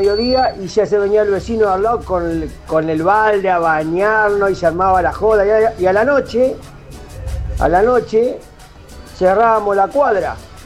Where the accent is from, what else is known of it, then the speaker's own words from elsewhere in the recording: Santa Fe, Argentina; Yo soy nacido y criado en Santa Fe, a 2 cuadras